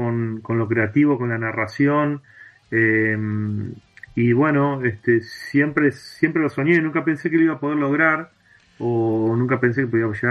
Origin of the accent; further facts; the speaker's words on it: Ramos Mejía, Buenos Aires Province, Argentina; born there; nosotros somos una más de Ramón Mejía, en el oeste de Buenos Aires